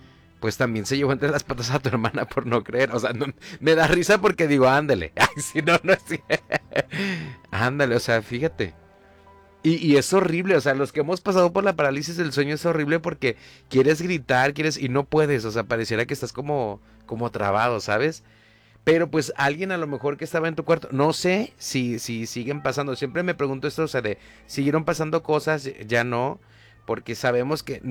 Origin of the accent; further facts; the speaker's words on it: Mexico; Porque somos muy mexicanos